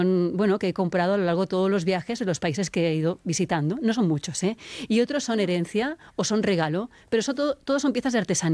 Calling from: Barcelona, Catalonia, Spain; de Barcelona

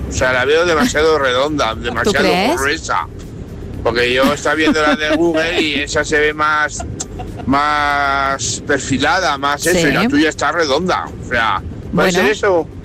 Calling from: Salamanca, Castile and León, Spain; de Salamanca

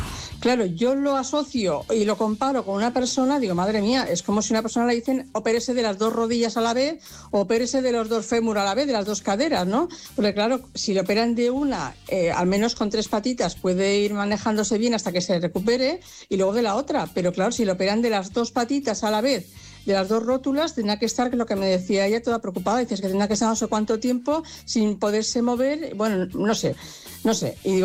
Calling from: Cornellà de Llobregat, Catalonia, Spain; aquí de Cornellá.

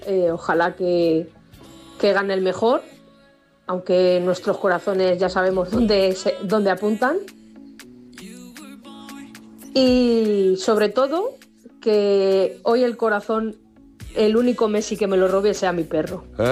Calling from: Fuenlabrada, Community of Madrid, Spain; Hola, mascoteros, ¿qué tal? … de Fuenla.

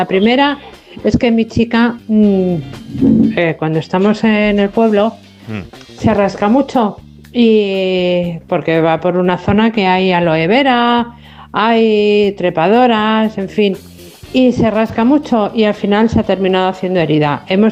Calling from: Leganés, Community of Madrid, Spain; de Leganés.

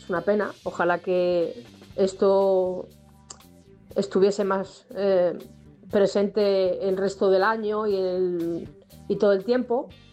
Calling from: Fuenlabrada, Community of Madrid, Spain; Hola, mascoteros, ¿qué tal? … de Fuenla.

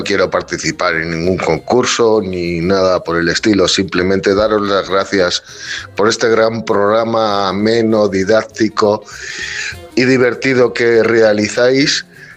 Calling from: Madrid, Community of Madrid, Spain; de Madrid y hola.

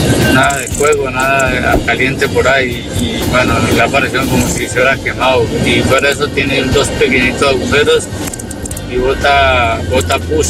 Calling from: Barcelona, Catalonia, Spain; de Barcelona.

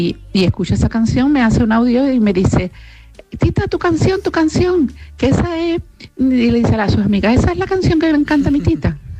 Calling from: Seville, Andalusia, Spain; de Sevilla.

